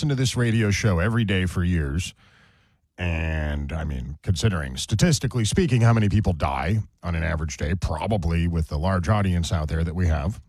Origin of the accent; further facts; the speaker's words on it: United States; I love being American. I'm very proud to be here.